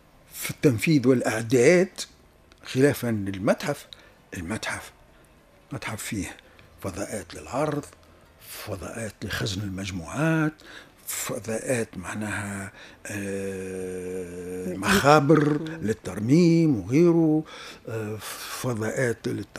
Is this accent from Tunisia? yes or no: yes; Tunisia; احنا عندنا في تونس في العاصمة